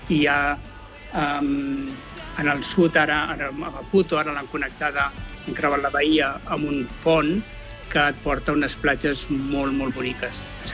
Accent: Catalonia, Spain; O sigui que des del principi que ens ha dit que nosaltres som catalans i que som una família catalana i que no som espanyols.

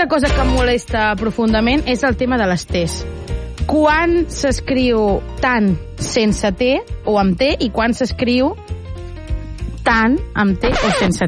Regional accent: Lleida, Catalonia, Spain; jo sóc de Lleida i ho pronuncio tot igual.

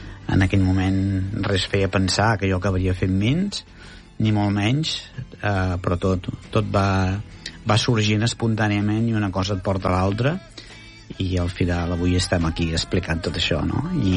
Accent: Monistrolet, Catalonia, Spain; jo sóc de Monistrolet, una masia de Monistrolet

